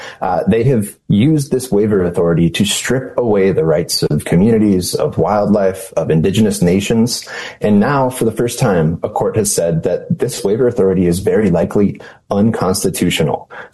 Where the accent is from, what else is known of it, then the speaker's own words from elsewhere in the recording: Arizona, United States; We have seen walls go up across the vast majority of my home state of Arizona.